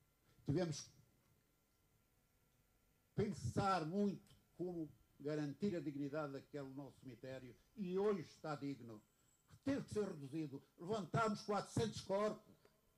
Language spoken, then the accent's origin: Portuguese; Oleiros, Castelo Branco, Portugal; Termino com a satisfação de estar muito perto da minha terra. Eu sou um olicastrense convicto.